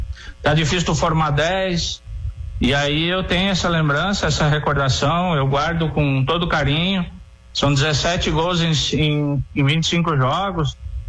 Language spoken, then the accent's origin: Portuguese; Lajeado, Rio Grande do Sul, Brazil; é o clube da minha cidade, é o clube onde eu moro, é o clube onde eu me criei.